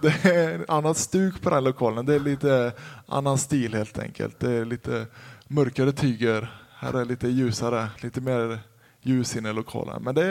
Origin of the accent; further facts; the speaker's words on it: Skövde, Västra Götaland County, Sweden; moved away; also born or lived in Åre; jag är uppvuxen i en skidåkande familj. Fast vi kommer från Skövde så började jag åka skidor runt 2-3 år gammal.